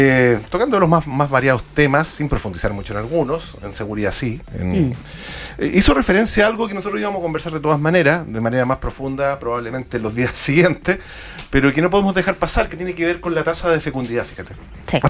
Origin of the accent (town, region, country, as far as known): Chile